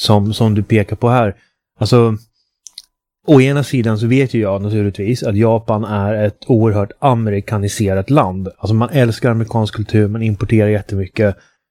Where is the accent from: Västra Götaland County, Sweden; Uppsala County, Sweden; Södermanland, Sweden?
Uppsala County, Sweden; Uppsala; som jag kommer från Uppsala.